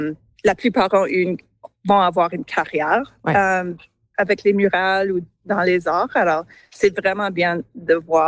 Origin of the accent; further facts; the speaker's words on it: Chilliwack, British Columbia, Canada; born there; moved away; Je suis née à Chilliwack, mais j'ai fait mon retour en 2020